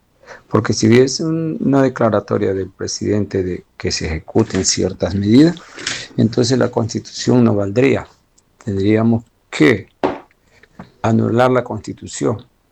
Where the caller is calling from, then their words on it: Portoviejo, Manabí, Ecuador; Le hablo desde Manabí, Puerto Viejo.